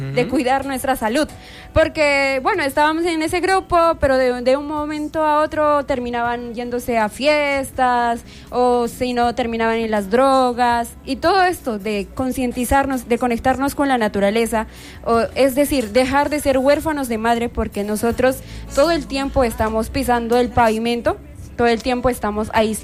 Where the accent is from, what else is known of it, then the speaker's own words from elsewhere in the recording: Peru; moved away; Yo por eso como peruana conocí de esta fundación en mi país